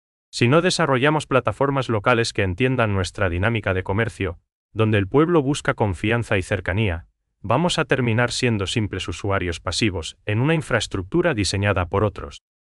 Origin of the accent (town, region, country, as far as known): Paraguay